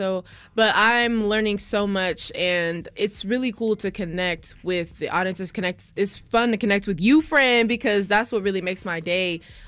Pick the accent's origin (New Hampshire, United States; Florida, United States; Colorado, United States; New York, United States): Colorado, United States; Denver; Also, I am from Denver, Colorado. I'm specifically from Green Valley Ranch. I'm a suburban girly.